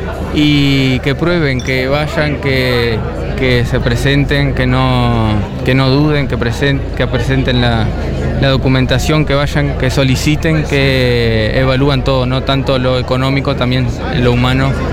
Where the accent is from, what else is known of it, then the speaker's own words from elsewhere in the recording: Artigas, Uruguay; moved away as an adult; now in Salto, Uruguay; vengo desde Artigas, tengo 26 años